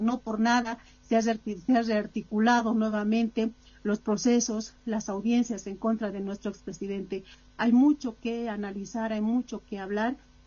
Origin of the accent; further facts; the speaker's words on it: Bolivia; como bolivianos y como exautoridades no queremos que se repita la historia del 2019